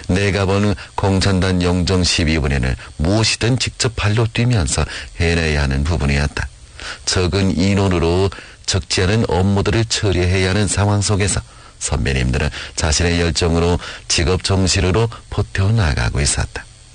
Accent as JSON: {"language": "Korean", "town": "Yanbian", "region": "Jilin", "country": "China", "tie": "born or raised there", "said": "여태까지 잘 아는 척 나는 연면에서 왔으니까 모든 걸 잘 설명할 수 있는 척 하였지만 결국 내가 알고 있는 건 아무것도 없었다. 그만큼 관심이 없었으니까 내 고향 연변의 발전은 내가 이룰 수가 없다고"}